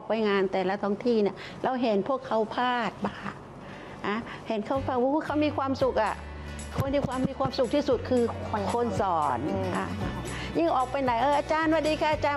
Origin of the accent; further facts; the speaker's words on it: Pathum Thani, Thailand; เราเป็นคนปทุม